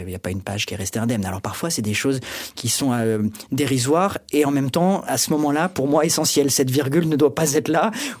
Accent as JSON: {"language": "French", "town": "Paris", "region": "Île-de-France", "country": "France", "tie": "born or raised there", "said": "moi, je suis né, j'ai grandi à Paris, d'un père québécois, et donc toute ma famille est au Québec. Donc j'ai vraiment grandi entre ces deux cultures."}